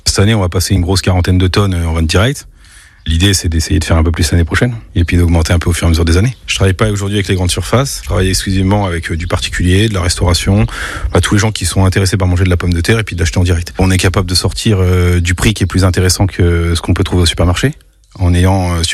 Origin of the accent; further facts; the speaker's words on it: Hauts-de-France, France; now in Berry (Indre), France; je viens du Pas-de-Calais